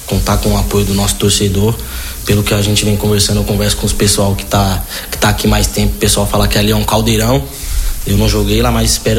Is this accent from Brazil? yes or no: yes; São Paulo, Brazil; moved away as an adult; also born or lived in Erechim; now in Marau, Brazil; Eu sou de São Paulo.